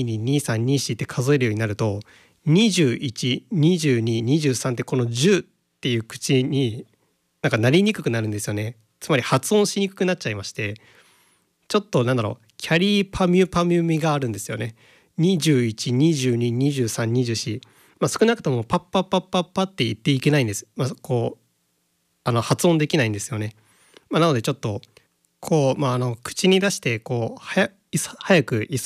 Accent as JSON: {"language": "Japanese", "region": "Okayama", "country": "Japan", "tie": "born or raised there", "said": "私の地元の岡山県と同じくウェブプロジェクト の木村さん の出身県である群馬県の"}